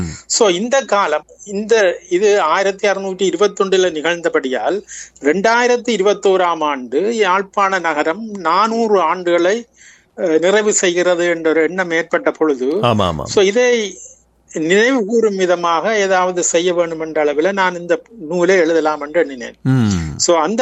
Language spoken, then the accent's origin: Tamil; Jaffna, Northern Province, Sri Lanka; moved away as an adult; also born or lived in United Arab Emirates; நான் வண்ணார்பண்ணையில் பிறந்து வளர்ந்தவன். என்னுடைய கல்வி முழுவதையும், பாடசாலை கல்வி முழுவதையும் நான் அருகில் இருந்த வைத்தீஸ்வர வித்யாலயத்தில் தான் பெற்றுக்கொண்டேன்.